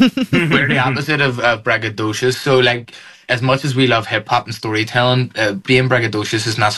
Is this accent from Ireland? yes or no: yes; Ireland; but we're Irish, like, and we grew up here as Britain's first colony.